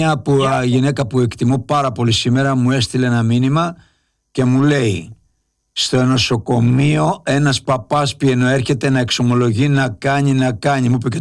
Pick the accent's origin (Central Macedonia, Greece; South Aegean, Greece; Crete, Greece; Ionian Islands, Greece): Ionian Islands, Greece; Englouvi; Εγώ είμαι από την Εγκλουβή εκεί που βγάζουν τη φακή δίπλα την Καριά.